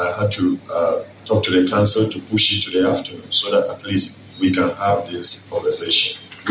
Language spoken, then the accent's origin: English; Ghana; as a doctor too, and as a Ghanaian